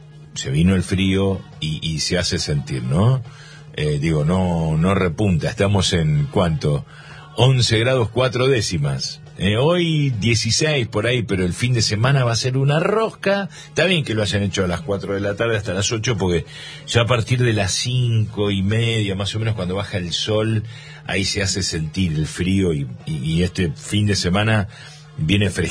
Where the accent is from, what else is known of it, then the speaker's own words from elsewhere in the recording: General Daniel Cerri, Buenos Aires Province, Argentina; Yo porque soy de Cerri, ¿viste?